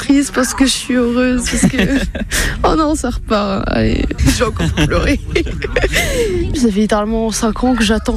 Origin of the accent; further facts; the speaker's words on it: Nantes, Pays de la Loire, France; Parce que nous, on vient de Nantes, en fait.